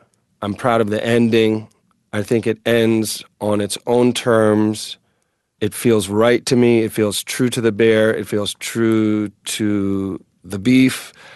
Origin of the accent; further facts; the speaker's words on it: New England, United States; I was raised in New England.